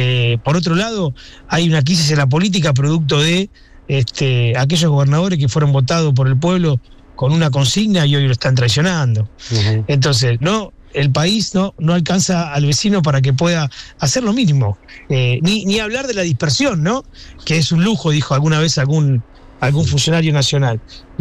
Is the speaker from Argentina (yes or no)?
yes; Buenos Aires Province, Argentina; nosotros somos bonaerenses y miramos lo nuestro